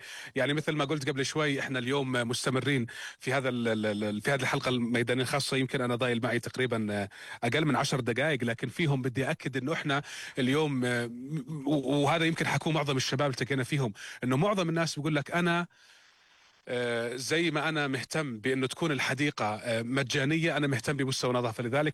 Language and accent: Arabic; Jordan; كلنا كأردنيين.